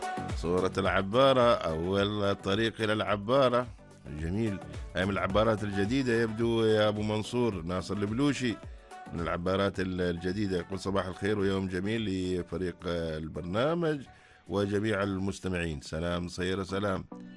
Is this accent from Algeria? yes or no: no; Oman; اللهم احفظ بلادنا سلطنة عمان واحفظ جميع المسلمين